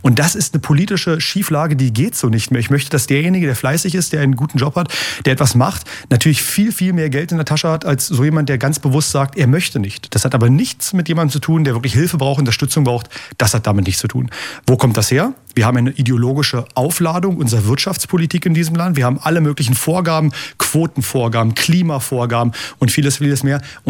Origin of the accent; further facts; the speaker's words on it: Saxony-Anhalt, Germany; Das machen die Menschen in Sachsen-Anhalt und da bin ich sehr stolz auf meine Heimat, dass man hier das ausspricht.